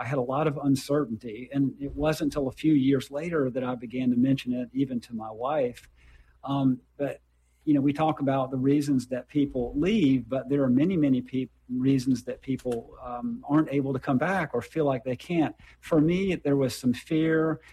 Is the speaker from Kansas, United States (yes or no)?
no; Charleston, South Carolina, United States; And I grew up near Charleston, South Carolina.